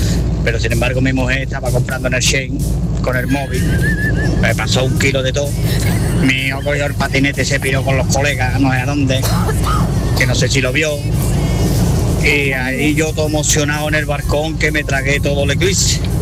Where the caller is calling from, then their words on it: Seville, Andalusia, Spain; desde Sevilla.